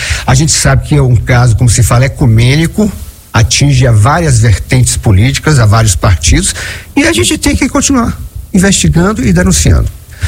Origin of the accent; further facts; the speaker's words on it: Iguaí, Bahia, Brazil; Sou aqui de Iguaí e a deputada Roberta Roma mandou para a saúde aqui de Iguaí quase R$1 milhão.